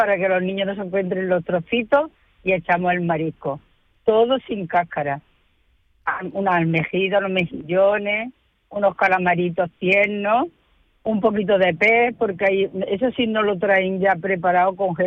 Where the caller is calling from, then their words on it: Villarrubia, Andalusia, Spain; ahora mismo estoy saliendo de Villarrubia hacia Palma del Río.